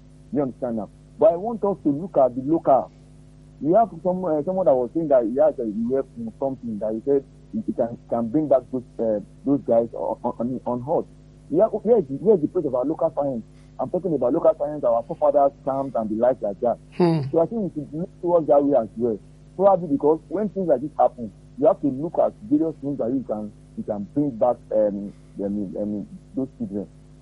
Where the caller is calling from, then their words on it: Akpata, Nigeria; calling from Akpata.